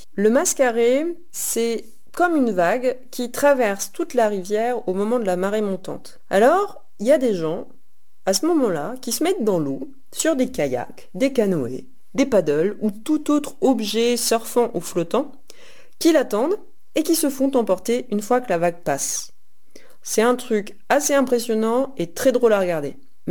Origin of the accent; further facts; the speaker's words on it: Vince, Normandy, France; Je viens de Normandie et de ce que l'on appelait anciennement la Basse Normandie. Et plus précisément, je suis née et j'ai grandi à côté d'Avranches, dans le sud Manche, dans un petit village qui s'appelle Vince.